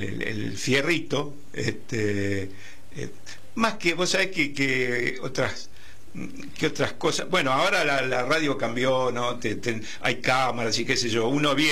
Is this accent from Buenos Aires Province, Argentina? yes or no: yes; Quilmes, Buenos Aires Province, Argentina; yo soy de Quilmes también, a ver si coincidimos.